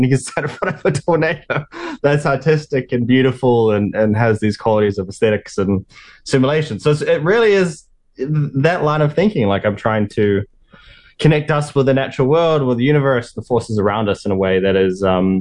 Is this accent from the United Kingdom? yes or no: no; New Zealand; growing up in New Zealand, my home, where I've had this relationship with nature. And I think like a lot of Kiwis connect with this quality